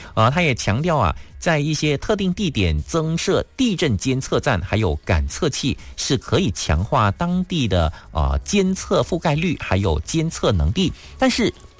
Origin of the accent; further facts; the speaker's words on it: Malaysia; 保护到我们马来西亚人的权益啊